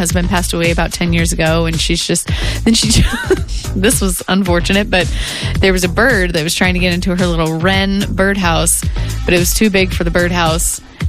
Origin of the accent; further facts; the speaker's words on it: Sullivan, Indiana, United States; moved away; it was Sullivan about 20 miles south of Terre Haute.